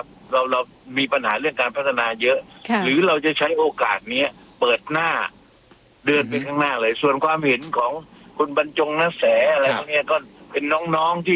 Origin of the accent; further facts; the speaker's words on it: Southern Thailand, Thailand; คือมันเป็นโอกาสของผมเป็นคนใต้แท้ๆเลยผมก็รักภาคใต้ผมก็เป็นกังวล